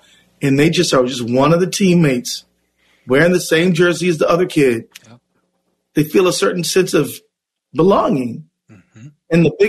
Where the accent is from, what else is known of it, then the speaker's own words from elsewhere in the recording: Detroit, Michigan, United States; moved away as an adult; I was born and raised in Detroit, I lived my whole adult life in Minnesota. But but from 0 to about 22, I lived in Detroit.